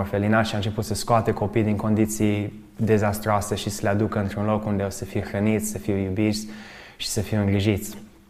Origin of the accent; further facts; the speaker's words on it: Mediaș, Sibiu County, Romania; Eu am crescut în Mediaș până la vârstă de 13 ani.